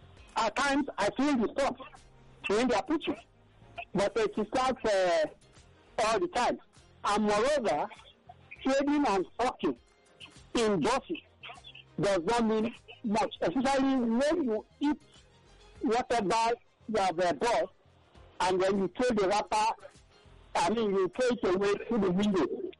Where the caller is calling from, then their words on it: Nigeria; I'm calling from Abaraja in the country.